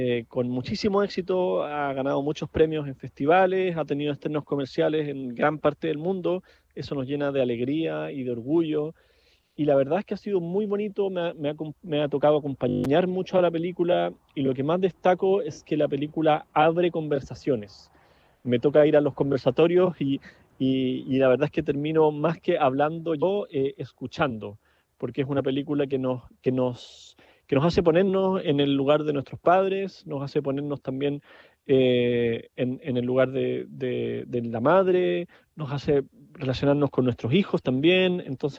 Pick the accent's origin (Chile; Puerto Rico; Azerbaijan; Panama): Chile; Yo me siento más que un cineasta chileno, me siento un cineasta latinoamericano